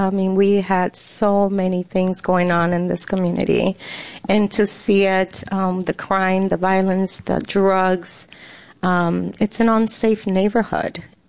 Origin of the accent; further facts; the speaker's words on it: Rochester, New York, United States; also born or lived in Puerto Rico; I actually was born and raised in Rochester, but lived in Puerto Rico for a little while and then came back in the 1980s.